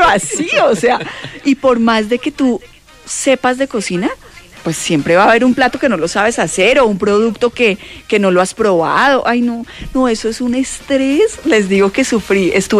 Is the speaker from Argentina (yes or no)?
no; Antioquia, Colombia; now in Chía, Colombia; Pero si yo soy paisa, pues.